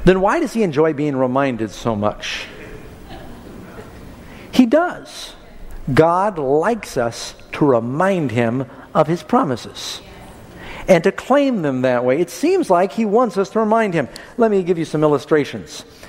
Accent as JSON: {"language": "English", "town": "New York City", "region": "New York", "country": "United States", "tie": "born or raised there", "said": "I remember I grew up in New York City, and the first time I read chaff in the Bible, I had no idea what that was."}